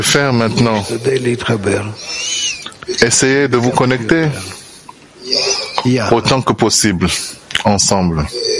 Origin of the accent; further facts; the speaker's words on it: England, United Kingdom; French is a second language; Je suis de l'Angleterre, mais je vais poser la question en hébreu.